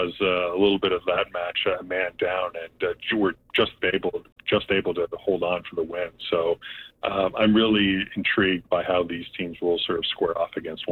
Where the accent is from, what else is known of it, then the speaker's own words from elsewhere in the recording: Toronto, Ontario, Canada; in my hometown of Toronto